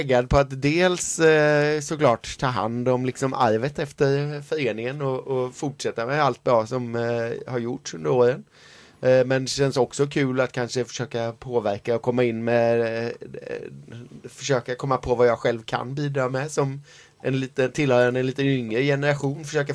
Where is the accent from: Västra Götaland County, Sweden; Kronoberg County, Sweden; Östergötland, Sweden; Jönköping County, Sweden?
Västra Götaland County, Sweden; Gothenburg; Jo, jag är en glad och trevlig kille från Göteborg. Även om jag inte alltid låter sån, så jag född och uppväxt i Majorna.